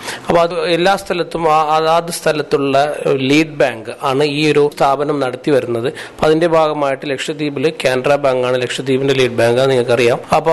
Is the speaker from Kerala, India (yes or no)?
no; Kalpeni, Lakshadweep, India; moved away as an adult; now in Kavaratti, India; ഞാൻ കൽപ്പേനി സ്വദേശിയാണ്.